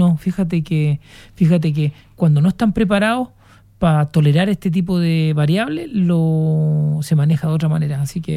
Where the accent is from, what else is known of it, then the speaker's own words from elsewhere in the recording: Iquique, Tarapacá, Chile; yo siendo iquiqueño